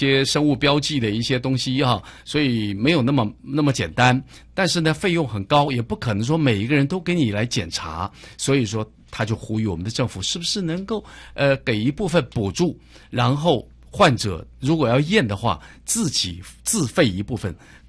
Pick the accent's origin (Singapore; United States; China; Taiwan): Taiwan; 我们台湾人口这个失智的哦，接近了25万